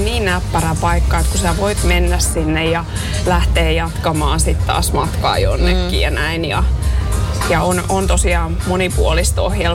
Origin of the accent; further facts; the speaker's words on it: Raisio, Southwest Finland, Finland; Mä oon siis itse Raisiosta ja asunutkin siellä aina, mutta mä oon itse asiassa päivätöissä täällä Turun keskustassa, pankissa.